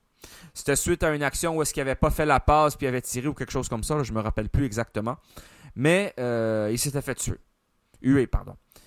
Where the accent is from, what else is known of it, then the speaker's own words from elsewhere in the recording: Montreal, Quebec, Canada; chez nous, à Montréal.